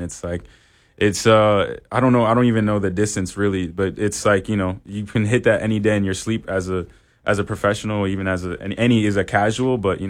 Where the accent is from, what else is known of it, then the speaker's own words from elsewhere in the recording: Evanston, Illinois, United States; My first sport was like probably hockey because I was growing up in Chicago.